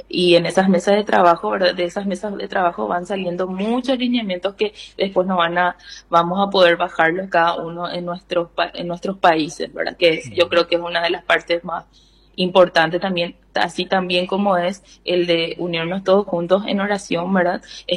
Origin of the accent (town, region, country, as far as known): Paraguay